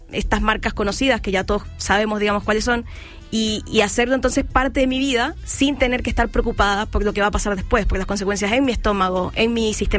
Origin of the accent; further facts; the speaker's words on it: Chile; siendo los chilenos buenos para viajar, en el sentido de que tenemos un país tan largo